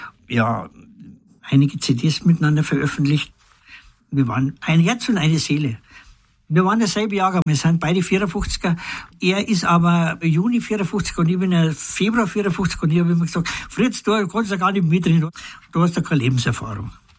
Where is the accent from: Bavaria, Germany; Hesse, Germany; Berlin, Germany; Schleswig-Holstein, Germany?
Bavaria, Germany; Ich bin ja vom Land, ich bin aus der Gegend von Wasserburg am Inn.